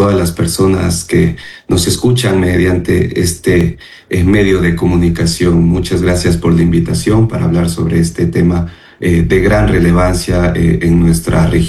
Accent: Ecuador; como ecuatorianos pues estamos muy expuestos a este evento climático.

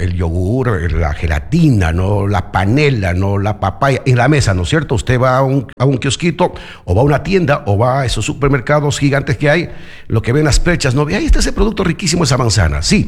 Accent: Chuquiribamba, Loja, Ecuador; born there; now in Loja, Ecuador; a mi pueblo Chuquiribamba

